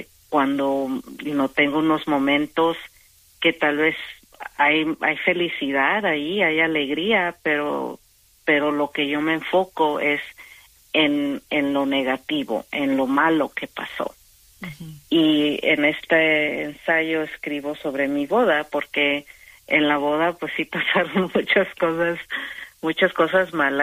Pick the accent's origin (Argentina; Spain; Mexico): Mexico; Iguala, Guerrero; Y pues me dolió más porque yo soy de Iguala. Y ahí es donde desaparecieron, donde fueron desaparecidos los estudiantes. Fue en Iguala, como a 10 minutos de donde yo nací, de la casa donde yo nací.